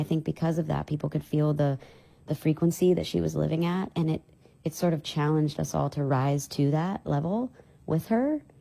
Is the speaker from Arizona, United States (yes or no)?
no; Meridian, Mississippi, United States; this is a song I could have used when I was growing up in Meridian, Mississippi.